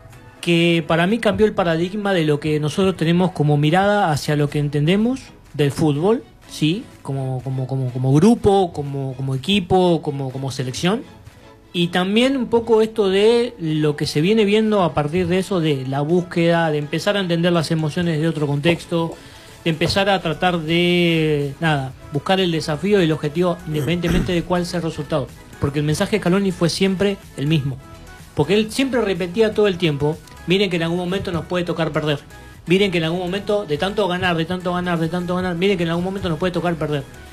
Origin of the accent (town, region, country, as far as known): Argentina